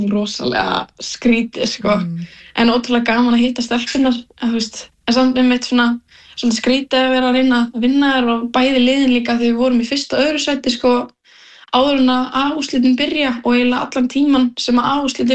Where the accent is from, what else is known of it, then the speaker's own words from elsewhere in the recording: Vopnafjörður, Eastern Region, Iceland; Já, við erum svo að frá Vopnafirði og þá mjög líklegt að við séum að vinna í Brim.